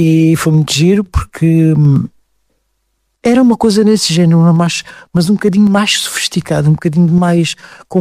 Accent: Alentejo, Portugal; as pessoas que estão no lar de cabeça de vidro e que me viram nascer algumas, que me viram crescer

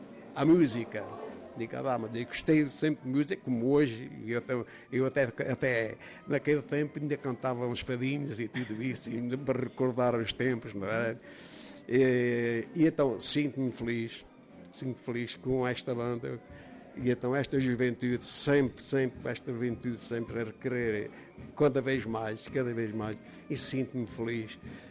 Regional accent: Covilhã, Centro, Portugal; eu já cá, eu sou da Covilhã

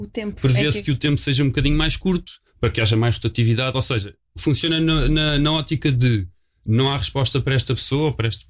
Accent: Sintra, Lisbon, Portugal; eu sou cá de Sintra, desde sempre nasci aqui, cresci aqui, andei na escola aqui

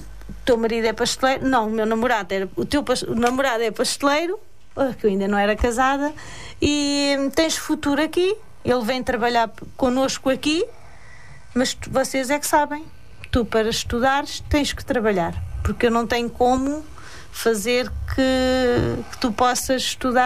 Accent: Monte Bom, Portugal; De Monte Bom, nós somos de Monte Bom.

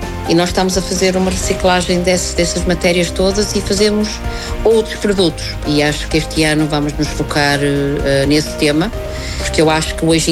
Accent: South Africa; moved away as an adult; now in Portugal; Eu sou sul-africana, portanto eu estou em Portugal há 32 anos. Adoro Portugal e considero Portugal a minha casa

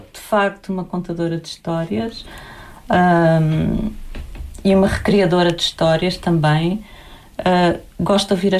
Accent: Lisbon, Portugal; moved away as an adult; also born or lived in Faro / Lagos; now in Algarve, Portugal; Eu sempre vivi em Lisboa com alguns interregnos pelo Algarve. Quando eu era criança, vivi aqui em Faro.

